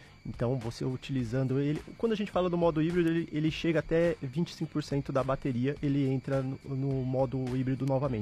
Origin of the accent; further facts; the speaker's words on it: São Paulo, Brazil; eu sou do interior de São Paulo também, eu vou direto ali para Marília.